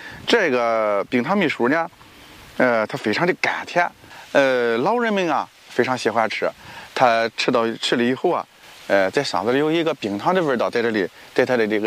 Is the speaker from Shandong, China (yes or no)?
yes; Binzhou, Shandong, China; 41岁，山东省滨州市武陂县刘铺镇大王刘铺村人，从小在农村出生，农村长大，